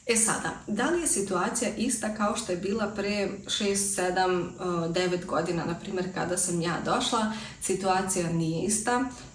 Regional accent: Serbia; now in Austria; kao što bi imao, na primjer, kod nas u Srbiji u državnim bolnicama.

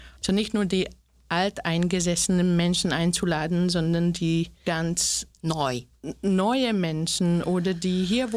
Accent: Slovakia; now in Austria

